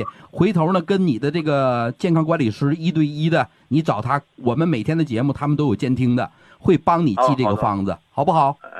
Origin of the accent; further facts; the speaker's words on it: Northeast China, China; accent: Northeastern; 我按我们东北话讲就是脸开始胖了